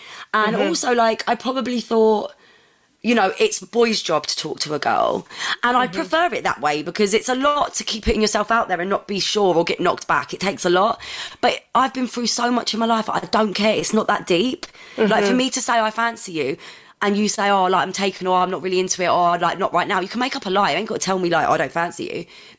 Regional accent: Ireland; I'm obviously Irish.

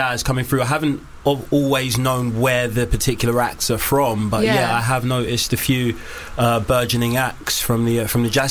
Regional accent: Hackney, London, United Kingdom; You're one of those ends. I'm from Hackney, so I can relate.

